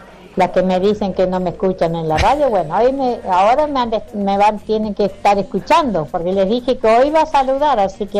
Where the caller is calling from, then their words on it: Junín de los Andes, Neuquén, Argentina; mi pueblo Junín de los Andes